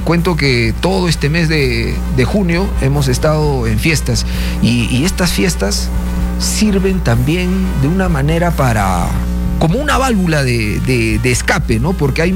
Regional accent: Cusco, Peru

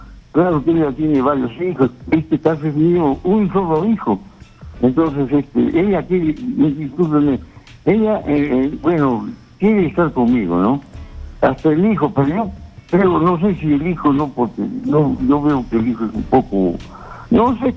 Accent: Puno, Peru; Yo soy de Puno, entonces se ha ido a Arequipa

